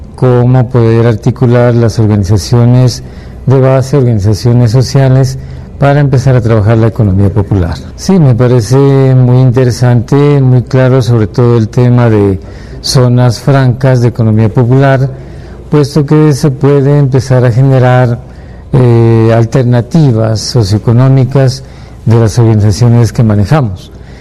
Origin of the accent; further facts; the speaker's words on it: Pupiales, Nariño, Colombia; vengo desde Pupiales, trabajamos con organizaciones de base.